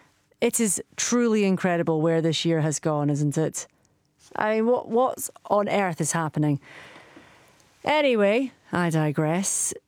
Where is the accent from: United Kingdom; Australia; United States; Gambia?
United Kingdom; Edinburgh, Scotland; I'm from Edinburgh.